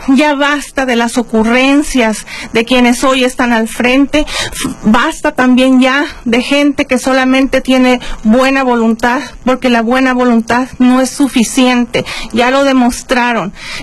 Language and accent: Spanish; La Paz, Baja California Sur, Mexico; somos ciudadanos, primero que nada, somos nativos todos. Todos somos originarios de La Paz, nuestras familias están aquí, en lo particular la mía, desde 1800, la gente de que venimos de San Antonio, pues somos gente que tiene mucho arraigo aquí también